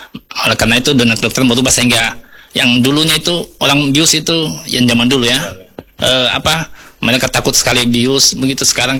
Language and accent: Indonesian; Biak, Papua, Indonesia; also born or lived in Makassar; saya sendiri ini memang lahir dan besar di Biak ya. Jadi SD sampai SMA di Biak, kemudian melanjutkan sekolah di Kedokteran Unhas. Habis itu kembali menjadi PNS di Biak